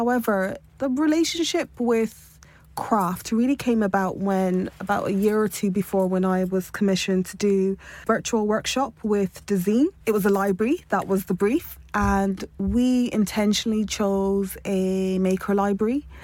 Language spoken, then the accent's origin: English; Nigeria; I was also very conscious that I am Nigerian. I'm West African and Nigerians tend to, you know, take, they're always at the four when it comes to conversations around the continent.